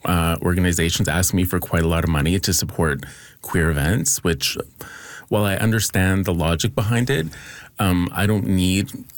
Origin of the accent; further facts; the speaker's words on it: Saskatchewan, Canada; growing up in Saskatchewan when I was younger